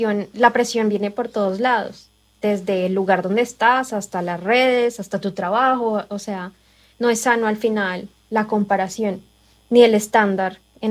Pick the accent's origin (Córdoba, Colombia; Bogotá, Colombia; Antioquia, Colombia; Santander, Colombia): Bogotá, Colombia; moved away; Bogotá, de donde soy yo, no es tan... Bueno, no sé ahora, pero cuando me fui no era tan así.